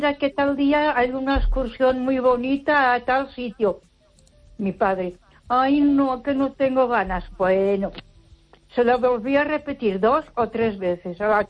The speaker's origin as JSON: {"language": "Spanish", "town": "Ponferrada", "region": "Castile and León", "country": "Spain", "said": "Buenas noches, Esther. … de Ponferrada."}